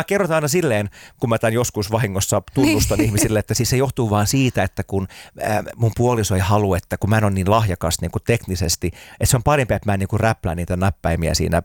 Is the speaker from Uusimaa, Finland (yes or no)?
yes; Siuntio, Uusimaa, Finland; moved away as an adult; now in Helsinki, Finland; kun minä muutin sieltä Siuntiosta isoon Helsinkiin aikoinaan siis opiskelemaan teatterikorkeakoulussa, olin 18-vuotias